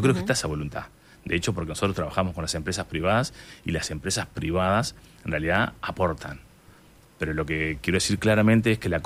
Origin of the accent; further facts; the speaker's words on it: Fray Bentos, Río Negro, Uruguay; born there; yo nací en Fray Ventos